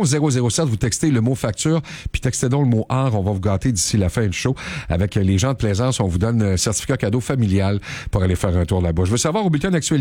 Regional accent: Drummondville, Quebec, Canada; Moi, je suis de Drummondville.

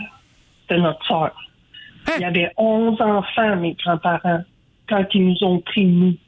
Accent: Ottawa, Ontario, Canada; born there; On est nés à Ottawa, puis ils nous mettaient à la crèche pour être adoptés.

